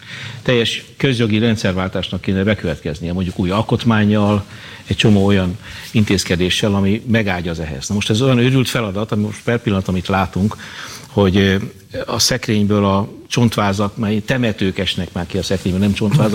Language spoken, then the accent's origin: Hungarian; Debrecen, Hajdú-Bihar, Hungary; mondjuk én debreceni vagyok